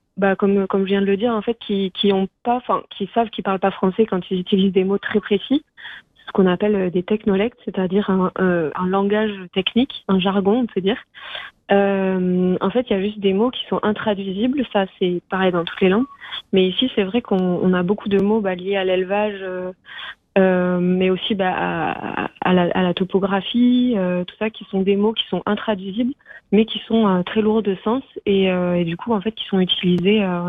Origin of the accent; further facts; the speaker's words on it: Lille, Hauts-de-France, France; moi j'ai pas du tout grandi ici, hein, j'ai grandi à Lille.